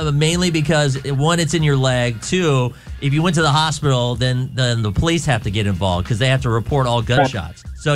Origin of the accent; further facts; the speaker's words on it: Cleveland, Tennessee, United States; Growing up in Cleveland, Tennessee